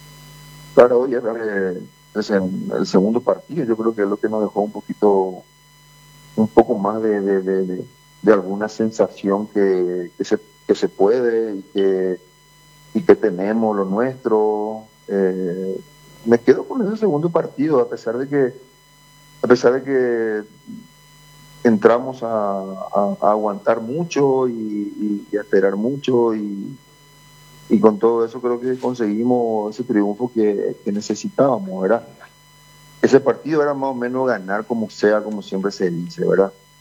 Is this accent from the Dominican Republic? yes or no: no; Paraguay